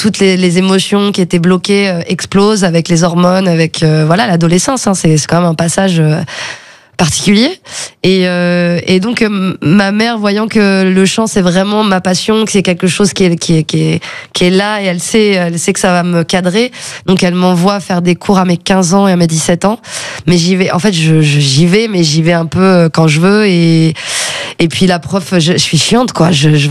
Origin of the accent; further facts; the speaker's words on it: Chambray-lès-Tours, Centre-Val de Loire, France; born there; also born or lived in Aquitaine; Je suis née à Chambrais-les-Tours et on avait une maison à Maitrey. Et que mon père avait construite avec ses mains. Et j'ai habité là jusqu'à mes 9 ans. Et ensuite, j'ai déménagé en région Aquitaine.